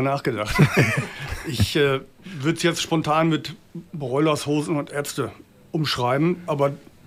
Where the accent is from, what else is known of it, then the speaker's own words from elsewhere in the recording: Emsdetten, North Rhine-Westphalia, Germany; Saarbeck ist unser Proberaum, aber wir kommen aus Emstetten-Steinfurt.